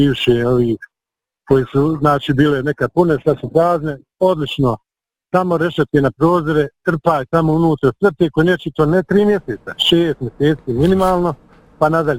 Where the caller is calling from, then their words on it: Herzegovina, Bosnia & Herzegovina; kod nas u Hercegovini dole